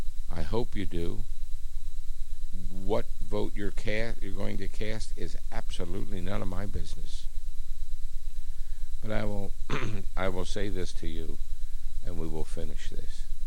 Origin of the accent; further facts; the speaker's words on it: United States; I love this country. I fought for this country.